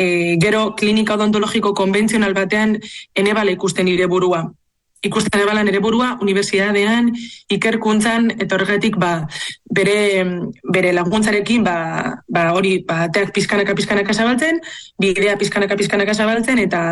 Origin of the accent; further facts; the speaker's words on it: Bilbao, Basque Country, Spain; born there; eta Bilbon jaio nintzen, 1974. urtean.